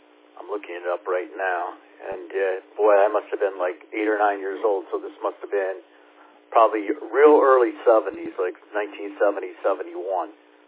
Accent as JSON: {"language": "English", "town": "Cleveland", "region": "Ohio", "country": "United States", "lives_now": "East Bethel, United States", "said": "I grew up a Browns fan. I'm originally from Cleveland. I've been in East Bethel for 31 years."}